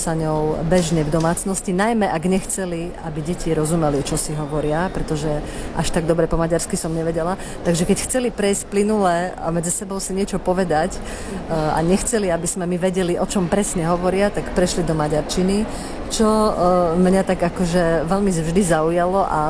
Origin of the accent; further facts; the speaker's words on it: Košice, Košice Region, Slovakia; ja teda pochádzam zo starej košickej rodiny